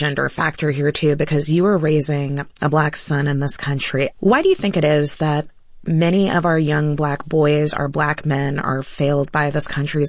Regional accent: Missouri, United States; I grew up in Missouri, and I attended overwhelmingly white private Catholic schools my whole life.

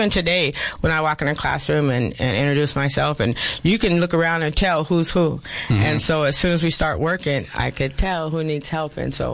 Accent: Yuma, Arizona, United States; we grew up in Yuma

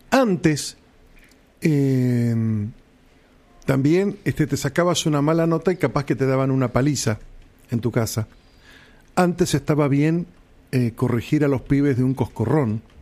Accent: Patagonia, Argentina; me crié en la Patagonia, chicos. Me crié en un frío de cagarse en el medio del viento

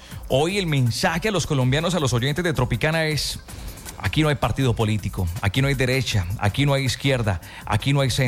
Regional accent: Colombia; Hoy no miramos si eres derecha o izquierda. Hoy simplemente estamos todos unidos como colombianos.

